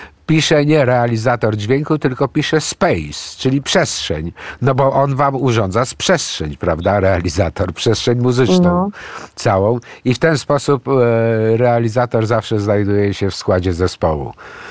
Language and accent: Polish; Greece; Polish is a second language; Ja jako Grek mam to samo.